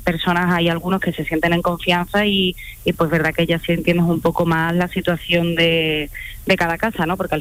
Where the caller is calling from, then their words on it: Seville, Andalusia, Spain; estoy haciendo todos los días el trayecto Sevilla-Cádiz y cuando salgo, Cádiz-Sevilla, a casita.